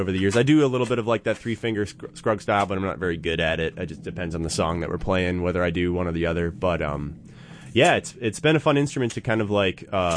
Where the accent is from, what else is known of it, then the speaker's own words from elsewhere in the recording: New Glarus, Wisconsin, United States; I grew up in New Glarus.